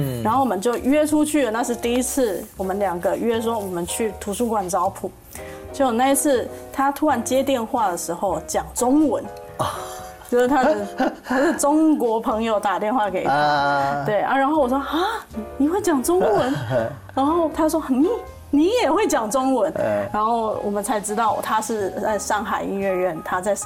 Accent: Taiwan; moved away; 他没看出我是台湾人，他以为我是日本人

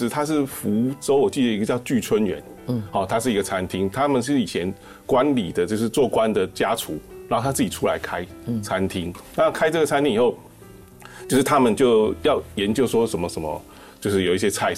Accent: Taipei, Taiwan; 我家不是很有钱，因为我从小出生和长大在北投。

